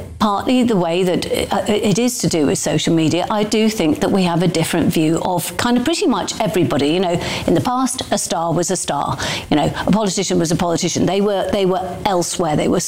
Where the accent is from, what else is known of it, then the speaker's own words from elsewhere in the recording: Midlands, United Kingdom; I love a pork scratching. Well, I'm not going to deny, and a pickled egg. I'm from the Midlands.